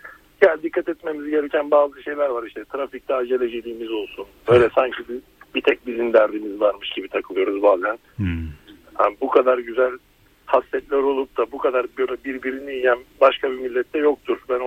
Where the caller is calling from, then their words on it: Istanbul, Turkey; İstanbul'dan arıyorum